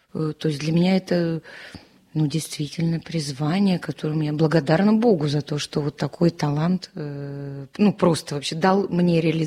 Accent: Yaroslavl, Yaroslavl Oblast, Russia; На время поехали, папа мой здесь родился, а уже я родилась в Ярославле, как-то, ну, осили, ассимилировались, я вообще ни о чем не жалею, прекрасный город

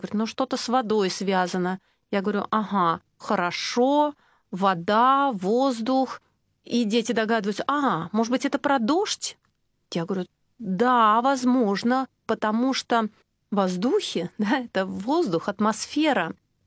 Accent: Saint Petersburg, Russia; То есть мы не говорим, что вот мы, петербуржцы, молимся только за Петербург

